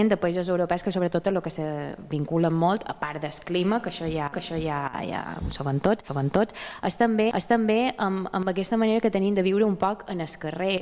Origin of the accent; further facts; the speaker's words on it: Mallorca, Balearic Islands, Spain; Jo tinc un llinatge jueta … també ben mallorquina, per els dos costats.